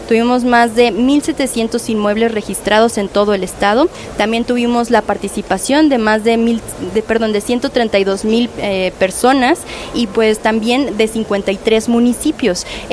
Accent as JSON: {"language": "Spanish", "region": "San Luis Potosí", "country": "Mexico", "said": "como potosinas y potosinos"}